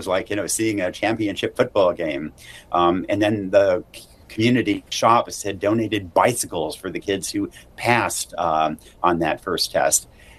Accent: Oregon, United States; a kid in my home state here in Oregon

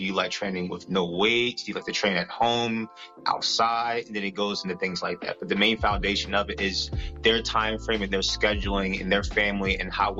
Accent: New Jersey, United States; also born or lived in Mullins, South Carolina; I actually grew up in New Jersey. I grew up in New Jersey practically my whole life, and I used to go back and forth between South Carolina and Mullins.

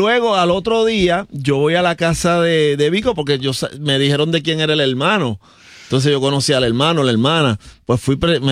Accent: San Juan, Puerto Rico; also born or lived in Puerta de Tierra, San Juan; Bueno, yo vengo de La Perla, pero me pasaba en Puerto Tierra.

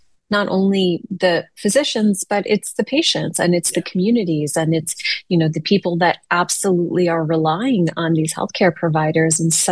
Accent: Chicago, Illinois, United States; born or raised there

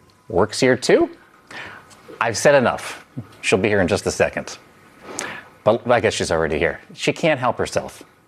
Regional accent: Los Angeles, California, United States; broadcasting Connect from my hometown of Los Angeles.

